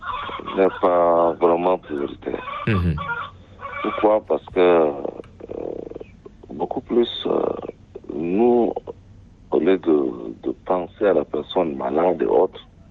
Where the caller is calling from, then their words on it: Chad; chez nous au Tchad